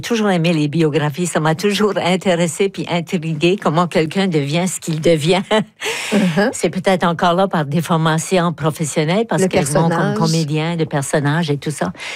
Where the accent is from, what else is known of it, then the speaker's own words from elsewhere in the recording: Moncton, New Brunswick, Canada; accent: Chiac; J'avais pas lu grand-chose en français parce que moi, je suis Chiac de Moncton. Donc, à l'époque, dans les années 50, on n'avait pas vraiment accès à beaucoup, beaucoup de livres francophones.